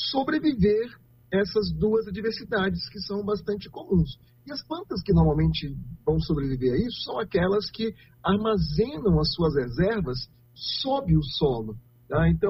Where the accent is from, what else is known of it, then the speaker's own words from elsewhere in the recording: Uberlândia, Minas Gerais, Brazil; also born or lived in Tocantins; Então, eu cresci em áreas de cerrado mais associadas ao Brasil Central. Então, eu vivi parte da minha infância no Tocantins, depois cresci em Uberlândia.